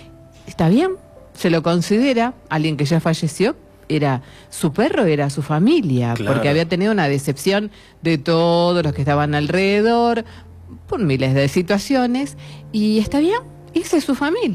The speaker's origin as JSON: {"language": "Spanish", "country": "Argentina", "said": "somos argentinos, somos argentinos."}